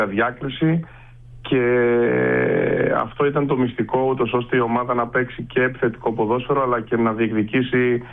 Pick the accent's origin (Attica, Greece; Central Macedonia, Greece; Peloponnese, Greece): Peloponnese, Greece; Kalamata; also born or lived in Mani; και μετά γυμνάσιο και λύκειο στην Καλαμάτα, δηλαδή μεγάλωσα στην Καλαμάτα και στη Μάνη.